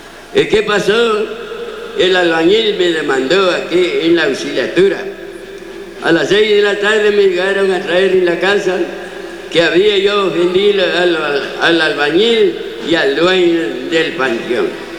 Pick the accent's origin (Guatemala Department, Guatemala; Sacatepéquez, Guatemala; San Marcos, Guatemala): San Marcos, Guatemala; San Miguel Ixtahuacán